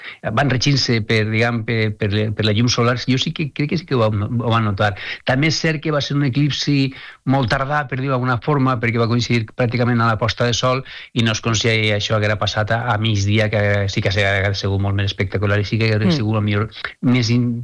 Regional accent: Alcoy, Valencian Community, Spain; jo parlant amb els familiars que tinc, jo soc d'Alcoi, parlant amb els amics, familiars d'Alcoi

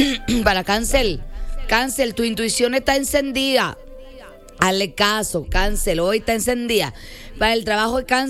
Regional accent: Caracas, Capital District, Venezuela; moved away; la venezolana de Caracas. Pero ahorita vivo aquí en Lindepe.

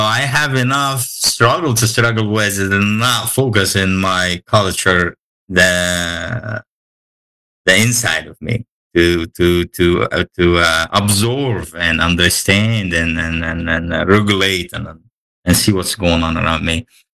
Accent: Egypt; English is a second language; now in Kansas City, United States; Like I grew up in Egypt, and we have Egyptian Muslims and Egyptian Christians, and this is the only people you get. And when I came here, I can see Americans

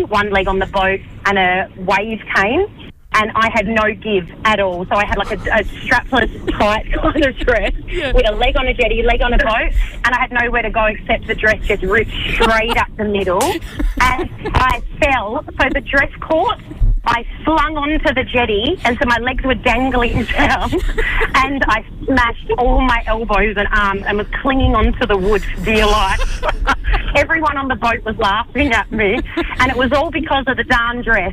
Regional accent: Bali, Indonesia; I'm from Bali. You know, the tacky Bali strapless dresses?

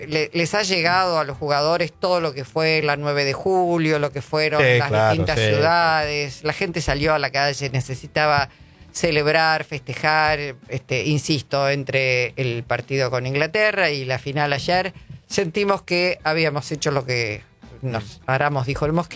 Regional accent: Argentina

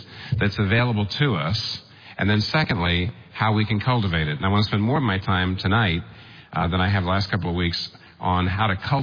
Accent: Pennsylvania, United States; I'm from Pennsylvania.

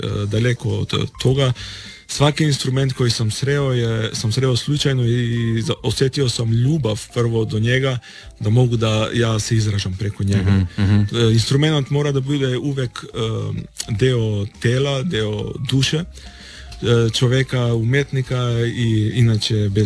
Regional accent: North Macedonia; moved away; ja inače dolazim iz Makedonije

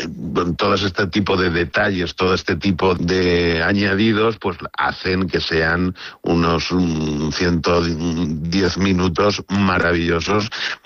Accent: Valencian Community, Spain; nosotros como valencianos

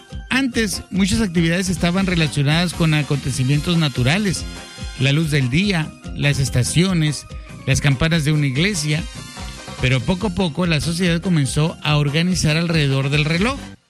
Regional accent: Moctezuma, Sonora, Mexico; moved away; Yo me acuerdo cuando era morrito, sí, porque una vez fui morrito, déjeme decirle, en mi pueblo de Tangamandapio, allá, en Moctezuma, Sonora

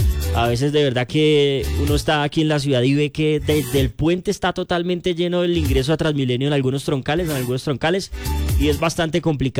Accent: Bogotá, Colombia; yo que soy rolo

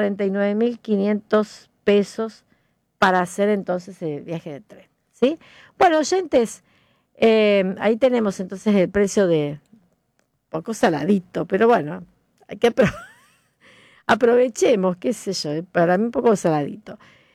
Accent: Argentina; como somos residentes de Argentina

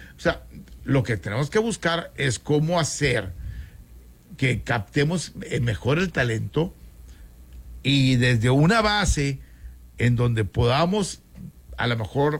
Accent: Mexico

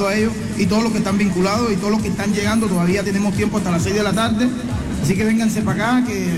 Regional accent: Colombia; tú sabes que somos colombianos

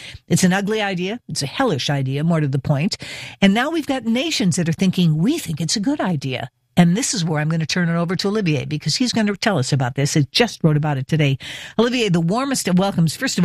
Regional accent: Mid-Atlantic, United States; accent: mid-Atlantic; I do. I have a mid-Atlantic accent.

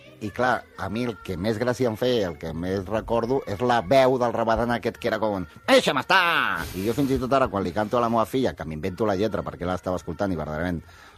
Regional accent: Barcelona, Catalonia, Spain; also born or lived in Figueres; M'he criat a Barna, sí, sí.

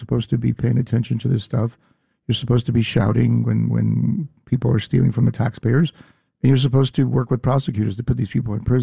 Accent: Cuba; now in New York, United States; I'm a poor kid from Cuba. My dad washed dishes and my mom cleaned houses.

